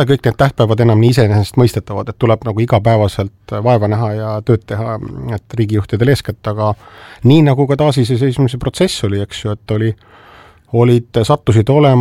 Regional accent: Saare County, Estonia; nii-öelda minu kodusaarelt pärit, eks ju, selline erakordselt ebaõnnestunud monument, mille Saaremaa kommunistid paigutasid veel 87. aastal vist

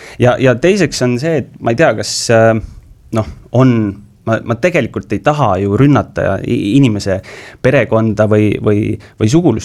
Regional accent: Tartu, Tartu County, Estonia; Ma olen Tartu inimene, ma olen terve elu Tartus, ma olen Tartus sündinud, ma olen Tartust elanud

